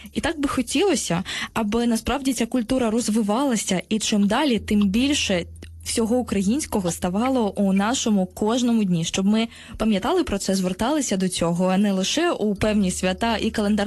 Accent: Kharkiv, Kharkiv Oblast, Ukraine; born there; так, я народилася на Східній Україні, в Харкові, і пам'ятаючи, як це все було у нас

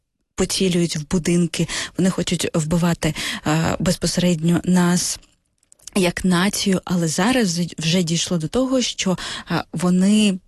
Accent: Kharkiv, Kharkiv Oblast, Ukraine; я ж з Харкова

